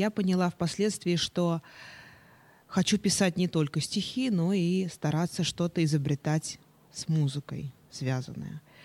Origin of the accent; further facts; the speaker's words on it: Klin, Moscow Oblast, Russia; born there; Я родилась в небольшом городе под Москвой под названием Клин.